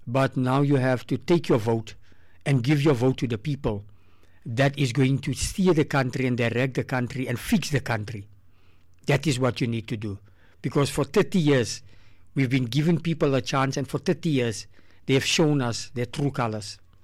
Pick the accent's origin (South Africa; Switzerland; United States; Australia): South Africa; When I grew up in the South Africa